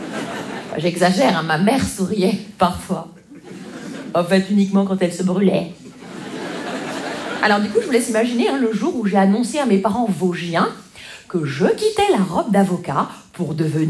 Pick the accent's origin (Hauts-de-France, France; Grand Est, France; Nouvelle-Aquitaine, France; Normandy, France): Grand Est, France; Vous savez, moi je viens des Vosges.